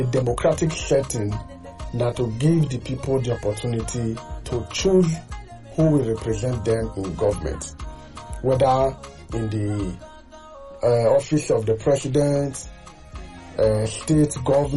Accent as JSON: {"language": "English", "country": "Nigeria", "said": "even me as a Nigerian, I know even can understand."}